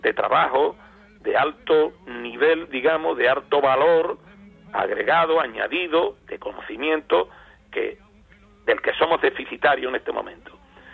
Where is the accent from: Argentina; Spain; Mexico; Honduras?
Spain; Puerto Real, Andalusia